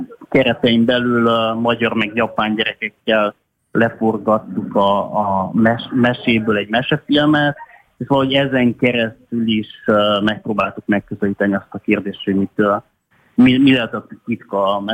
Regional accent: Transylvania, Romania; gyerekként én egy erdélyi faluban nőttem fel

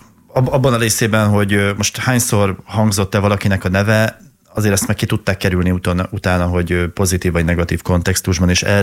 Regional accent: Hungary; még mindig magyarok vagyunk egy millió problémával

